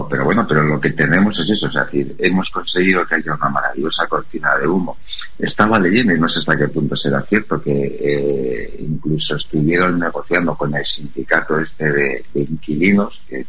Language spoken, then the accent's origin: Spanish; Galicia, Spain; como buen gallego que soy